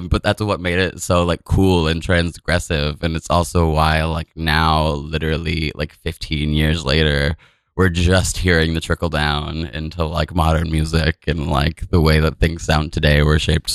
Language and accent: English; Virginia Beach, Virginia, United States; now in Brooklyn, United States; I grew up in Virginia Beach, Virginia.